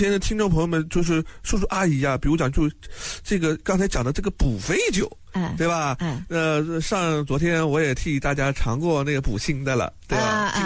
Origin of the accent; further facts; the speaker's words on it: Nanjing, Jiangsu, China; 就用我们南京话讲叫谋人。